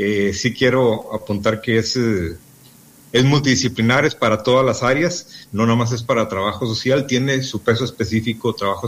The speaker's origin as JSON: {"language": "Spanish", "region": "Durango", "country": "Mexico", "moved": "yes", "lives_now": "Torreón, Mexico", "said": "pero soy de Durango y siempre lo expreso"}